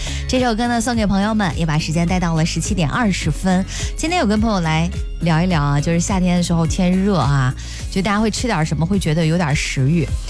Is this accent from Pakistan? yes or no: no; Henan, China